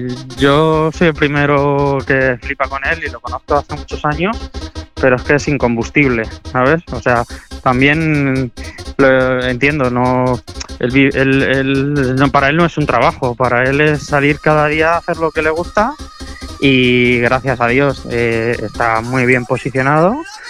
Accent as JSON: {"language": "Spanish", "town": "Toledo", "region": "Castilla-La Mancha", "country": "Spain", "said": "yo soy de Toledo"}